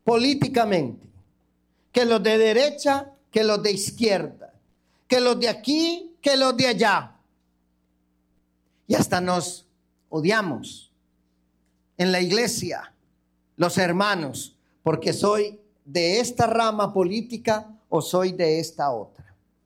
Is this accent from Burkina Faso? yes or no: no; Antioquia, Colombia; moved away; En Antioquía, no en Antioquía, la región de donde yo vengo